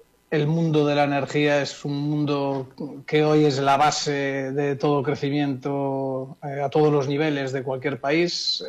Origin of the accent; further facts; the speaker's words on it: Spain; moved away as an adult; also born or lived in Venezuela / Colombia; Yo soy español